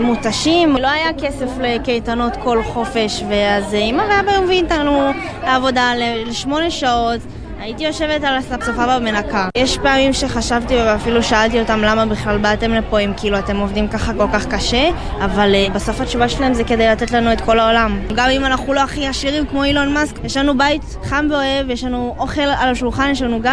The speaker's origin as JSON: {"language": "Hebrew", "town": "Tel Aviv", "region": "Tel Aviv District", "country": "Israel", "tie": "born or raised there", "said": "גדלנו במרכז תל אביב, בסביבה של מלא ישראלים"}